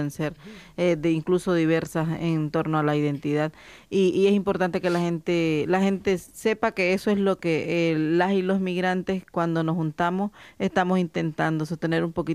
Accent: Nicaragua; Y yo, por ejemplo, soy del norte de Nicaragua y también pues soy de origen campesino. Mis padres son campesinos y luego también viví en la ciudad.

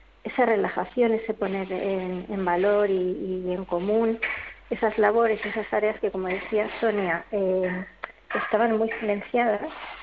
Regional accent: Madrid, Community of Madrid, Spain; born there; now in Cáceres, Spain; Yo nací en Madrid, pero mi familia materna es de aquí de Cáceres, de Extremadura, vamos a un pueblito de Peraleda de la Mata.

